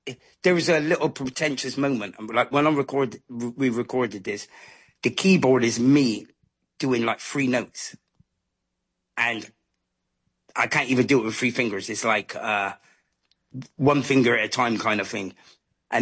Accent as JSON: {"language": "English", "town": "Bristol", "region": "South West England", "country": "United Kingdom", "tie": "born or raised there", "said": "I'm from a place called Norwest. So, and his mum grew up in Harcliffe where my cousins grew up. So I grew up in Harcliffe a little bit."}